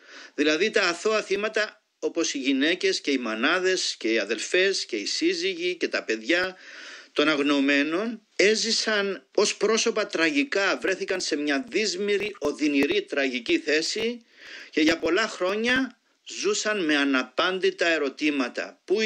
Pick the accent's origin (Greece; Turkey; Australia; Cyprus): Cyprus; σαν Κύπριος πρόσφυγας που έχασε το σπίτι του